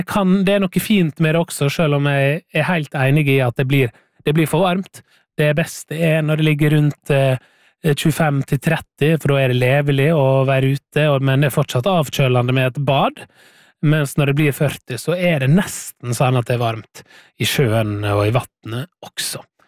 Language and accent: Norwegian; Møre og Romsdal, Norway; now in Oslo, Norway; da jeg bodde hjemme på Sunnmøre selv